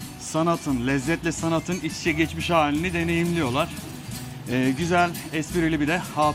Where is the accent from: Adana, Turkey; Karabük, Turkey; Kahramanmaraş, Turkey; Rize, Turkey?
Kahramanmaraş, Turkey; also born or lived in Thailand / India / Singapore / Malaysia; Hiç Maraşlılara benzemiyorsun diyorlar ama Maraşlıyım